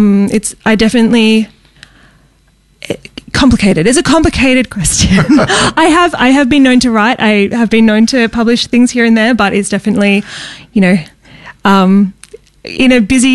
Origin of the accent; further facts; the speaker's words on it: Perth, Western Australia, Australia; now in Melbourne, Australia; Yeah, I moved over from Perth in 2017. So I've been in Melbourne for, almost 10 years now.